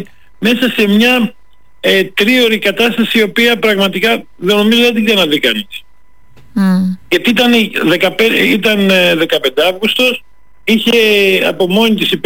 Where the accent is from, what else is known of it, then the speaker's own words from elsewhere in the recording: Athens, Attica, Greece; born there; Έχω γεννηθεί στην Αθήνα κατά λάθος.